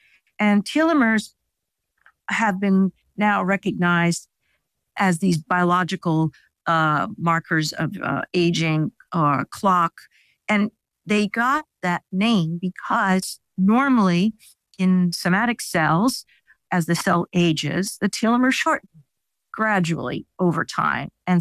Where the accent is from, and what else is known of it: Italy; first language Italian; English is a second language